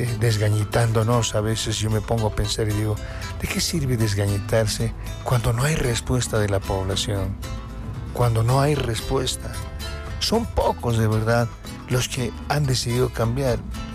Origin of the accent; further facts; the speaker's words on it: La Paz, Bolivia; como bolivianos, como paseños, como venianos